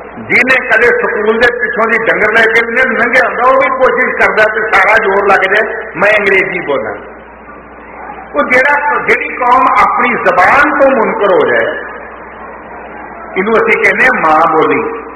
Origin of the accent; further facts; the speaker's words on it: Punjab, India; ਅਸੀਂ ਪੰਜਾਬ ਦੇ ਜੰਮ ਪਾਲਾ, ਸਾਡੀ ਬੋਲੀ ਪੰਜਾਬੀ